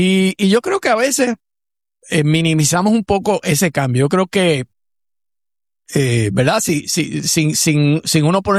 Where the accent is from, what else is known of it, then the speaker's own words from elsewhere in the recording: Puerto Rico; accent: Puerto Rican; cantando a … lo hacen con acento más puertorriqueño que el mío.